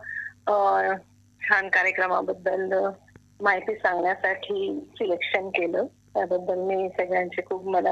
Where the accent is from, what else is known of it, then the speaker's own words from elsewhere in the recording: Nashik, Maharashtra, India; also born or lived in Mumbai; मुंबईचा जन्म, आई मुंबई, नंतर मग नाशिकला लग्न झालं आणि माझा जन्म नंतर मग तिकडनं मी मोठी झाली मग नाशिकमध्ये.